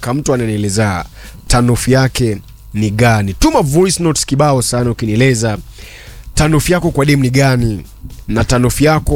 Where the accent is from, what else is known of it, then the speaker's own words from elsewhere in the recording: Bungoma, Bungoma County, Kenya; Mimi mwenyewe natoka Bungoma kaka.